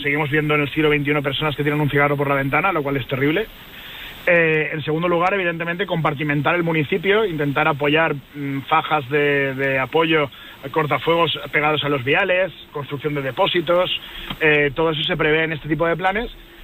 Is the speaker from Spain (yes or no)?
yes; Valencia, Valencian Community, Spain; yo, por ejemplo, soy de Valencia y en mi tierra hay muy poquitas empresas que se dediquen a obra forestal